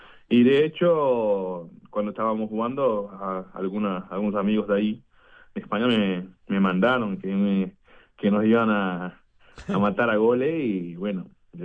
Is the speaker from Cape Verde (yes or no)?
yes; Santo Antão, Cape Verde; moved away; Soy de la isla de Santo Antão.